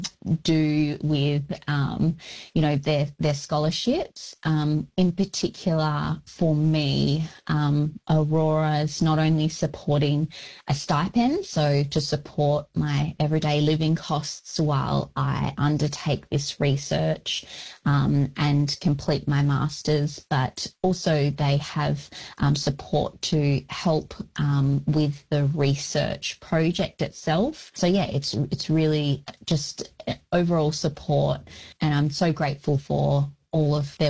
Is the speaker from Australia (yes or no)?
yes; Bunbury, Western Australia, Australia; So I'm a proud Wilman Noongar woman. So Noongar from the southwest region of Western Australia. I was actually born and raised on Wadandibudja, which is down in the Goomberup, which is Bunbury region of Noongar country.